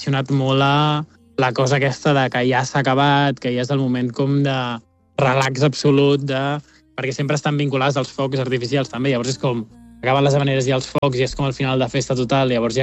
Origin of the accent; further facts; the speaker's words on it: Premià de Mar, Catalonia, Spain; la festa major del meu poble, que és Premià de Mar